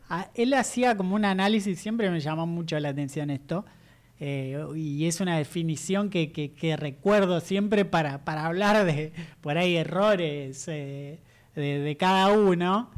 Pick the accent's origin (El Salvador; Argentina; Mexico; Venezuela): Argentina; es la realidad que tenemos todos los argentinos.